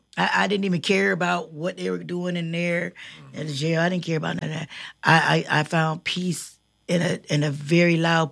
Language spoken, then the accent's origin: English; Cleveland, Ohio, United States; growing up in Cleveland